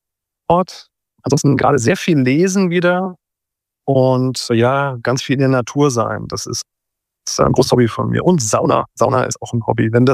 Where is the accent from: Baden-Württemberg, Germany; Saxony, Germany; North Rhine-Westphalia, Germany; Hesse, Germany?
Hesse, Germany; Wiesbaden; Ich bin echter Wiesbadener. Ich bin gebürtiger Wiesbadener, arbeite in Frankfurt, aber ja, beruflich immer schon in Frankfurt gewesen eigentlich und komme und wohne aber in Wiesbaden, aus Wiesbaden.